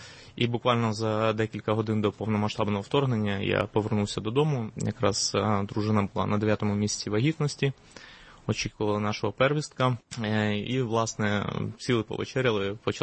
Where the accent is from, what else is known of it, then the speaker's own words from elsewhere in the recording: Mykolaiv, Mykolaiv Oblast, Ukraine; Мені 40 років. Я родом з Миколаєва.